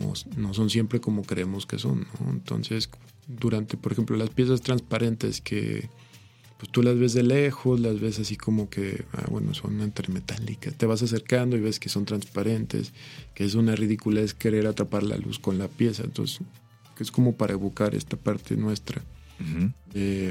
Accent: Chiapas, Mexico; Yo vengo de una zona, yo soy chiapaneco, entonces crecí no solo en una zona con en ese tiempo mucha vegetación, sino tenía a la mano como muchas ruinas de no eran mayas ni olmecas

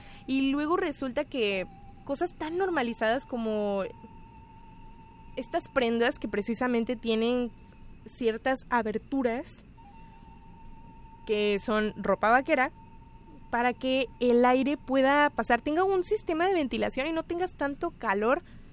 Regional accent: northern Mexico, Mexico; las personas que somos del norte de México, el área donde principalmente se dio más la ganadería, pues nos sentimos mucho más identificados de lo que quisiéramos, porque nos recuerda bastante al entorno en el que vivimos

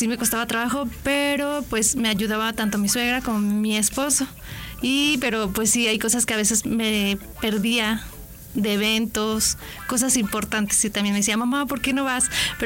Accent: Cosío, Aguascalientes, Mexico; llegar a Cosío, porque soy de Cosío.

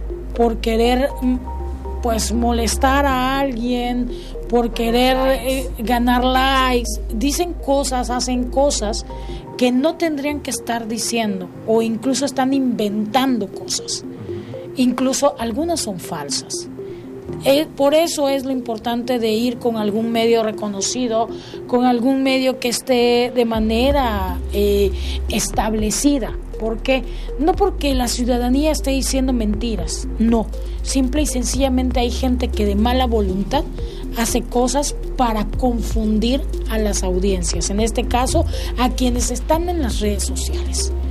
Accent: Tabasco, Mexico; ¿cómo somos los tabasqueños? Somos irreverentes, somos alegres

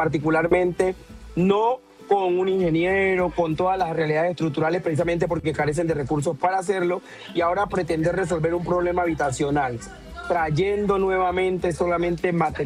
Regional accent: Buenaventura, Valle del Cauca, Colombia; desde Buenaventura, mi tierra querida

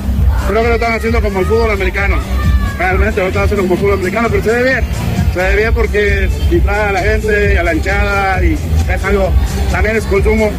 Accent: Argentina; Argentina.

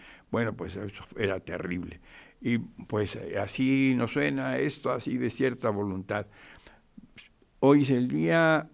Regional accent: Guadalajara, Jalisco, Mexico; moved away; mi queridísima Guadalajara, mi tierra tapatía y mi tierra jalisciense

